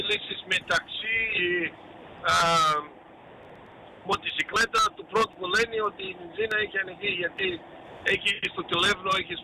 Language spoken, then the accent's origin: Greek; Victoria, Australia; Γιατί εγώ μεγάλωσα στο Σάντσον, δεν έλεγα Σάντσον, έλεγα από Μέλβον.